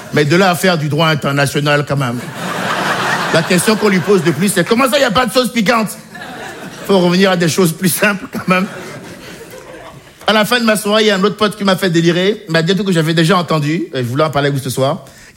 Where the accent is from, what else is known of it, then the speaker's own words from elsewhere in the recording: Benin; J'ai grandi au Bénin, un petit pays d'Afrique de l'Ouest, dont je vous dirais bien que c'est le pays le plus corrompu du monde.